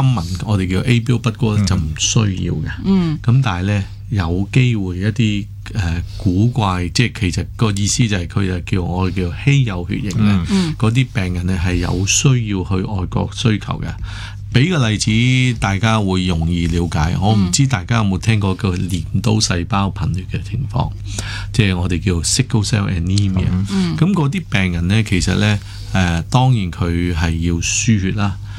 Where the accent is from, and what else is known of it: Hong Kong